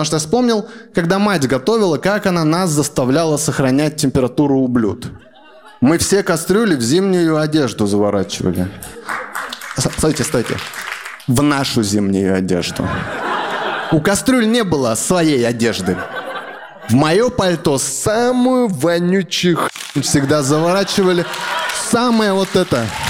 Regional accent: Astrakhan, Astrakhan Oblast, Russia; now in Moscow, Russia; я из Астрахани

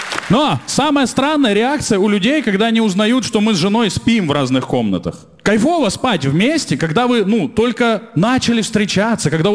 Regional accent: Rostov-on-Don, Rostov Oblast, Russia; moved away as an adult; now in Moscow, Russia; Так, слушайте, я женат, и так получилось, что я из Ростова, но я уже 5 лет живу и работаю в Москве.

